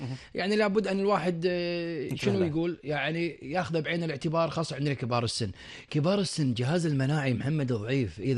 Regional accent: Kuwait; احنا يعني كويتيين ومتعودين على الحر،

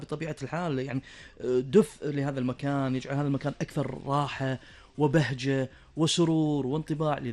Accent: Kuwait

